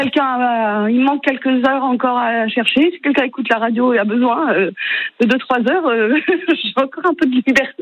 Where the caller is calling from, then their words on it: Mauguio, Occitanie, France; je suis à Mogio